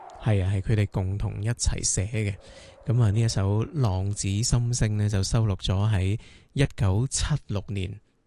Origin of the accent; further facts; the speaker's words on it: Hong Kong; 我们香港人